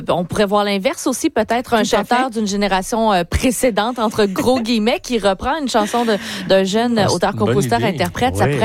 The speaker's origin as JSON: {"language": "French", "town": "Quebec City", "region": "Quebec", "country": "Canada", "said": "Moi, je suis au Québec. Donc, moi, je suis juste assez vieille pour me rappeler le pré-règlement municipal"}